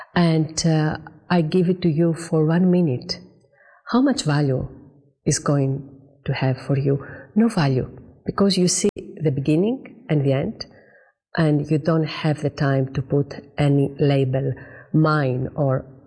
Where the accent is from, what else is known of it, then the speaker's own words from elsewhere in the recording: Greece; Actually, I mentioned that I am from Greece because Greece is an ancient country